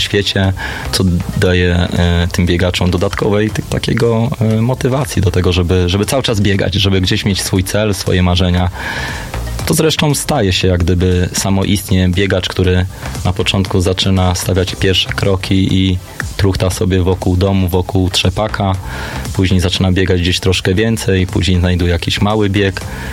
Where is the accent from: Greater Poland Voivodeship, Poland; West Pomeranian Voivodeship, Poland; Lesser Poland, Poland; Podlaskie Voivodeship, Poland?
West Pomeranian Voivodeship, Poland; Szczecin; jestem chyba pierwszym Szczecinianinem i chyba pierwszym człowiekiem zachodniopomorskiego